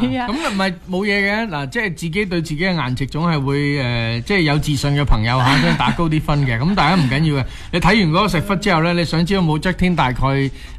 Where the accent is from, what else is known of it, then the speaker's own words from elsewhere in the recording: Foshan, Guangdong, China; 喂，我哋佛山人最终。中意或者最叻就系整